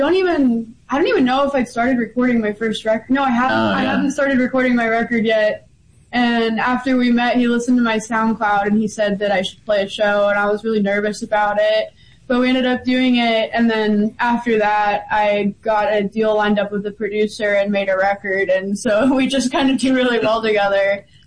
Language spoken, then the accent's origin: English; Nashville, Tennessee, United States; I was born and raised in Nashville.